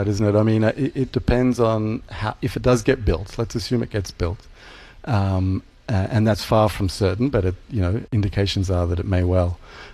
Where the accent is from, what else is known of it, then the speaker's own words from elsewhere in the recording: Australia; accent: Australian; moved away as an adult; being an Australian. You're quite right to point that out, because, you know, I've lived here almost 20 years, but I certainly grew up in Australia